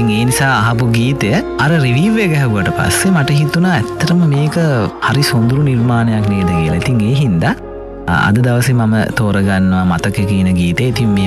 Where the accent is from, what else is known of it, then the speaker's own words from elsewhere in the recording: Galle, Southern Province, Sri Lanka; ඇය මගේ ගමේ ගාල්ලේ පි අහල පහල, කියන්නේ අහල පහල ගම්වල තමයි ඉපදිලා තියෙන.